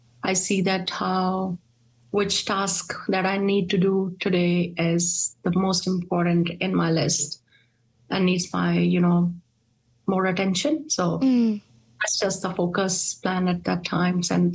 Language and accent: English; Pakistan; moved away as an adult; now in New Zealand; us as generation, had everything back in Pakistan.